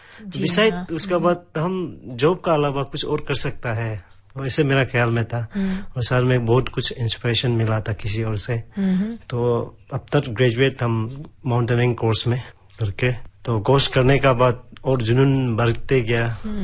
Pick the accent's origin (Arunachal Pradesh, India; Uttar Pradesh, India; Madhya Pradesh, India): Arunachal Pradesh, India; Siang district; also born or lived in Along; मैं सियांग, उस समय वो वेस्ट सियांग था, अभी सियांग डिस्ट्रिक्ट बन गया है। सियांग डिस्ट्रिक्ट जमलो मोंगकू विलेज से है। तो वहां से हम अपना क्लास 5 तक वहां पे पढ़ा है।